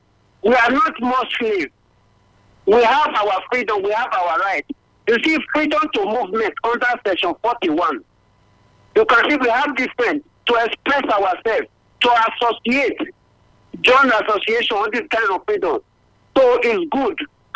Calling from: Nigeria; I'm calling you from Asabo Street, off of Obarase Universal Bus Stop.

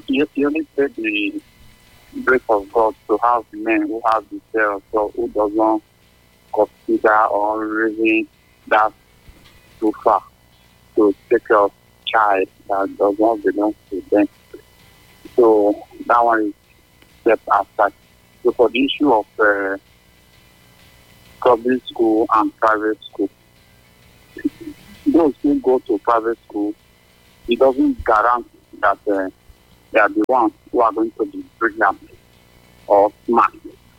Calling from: Abia, Nigeria; I'm calling from Abia Spat, West Nokop.

